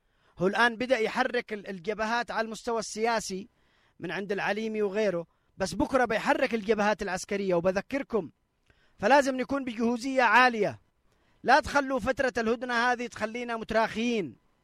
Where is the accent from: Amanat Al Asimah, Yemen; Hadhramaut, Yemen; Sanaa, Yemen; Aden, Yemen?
Amanat Al Asimah, Yemen; Sanaa; ومعاهم عملاء موجودين عندنا بصنعاء